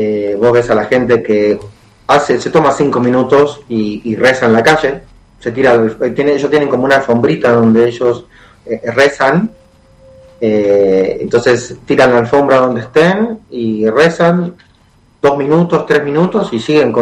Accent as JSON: {"language": "Spanish", "region": "Buenos Aires", "country": "Argentina", "moved": "yes", "said": "Yo soy de Buenos Aires, mi familia se mudó de Buenos Aires, por ejemplo, a Santa Fe, se mudó a Roldán, cerca de Rosario."}